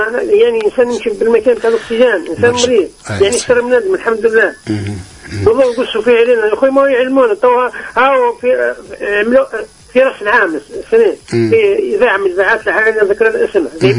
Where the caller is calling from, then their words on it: Ben Gardane, Medenine, Tunisia; من بنقردان.